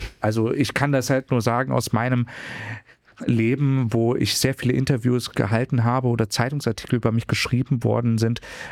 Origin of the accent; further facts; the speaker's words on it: Berlin, Germany; aber ich sehe mich ja auch hauptsächlich als Berliner